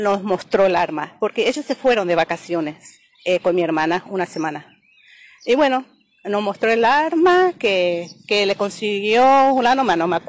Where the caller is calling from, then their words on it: Buenos Aires, Argentina; Hace 35 años que yo vivo en Buenos Aires.